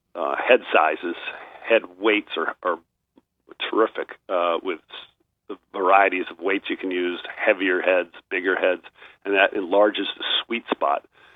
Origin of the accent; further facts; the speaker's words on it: Northeast, United States; when I grew up in the Northeast, we putted on bent grass or poiannua grass, and when you'd come down to the South where we are now and put it on Bermuda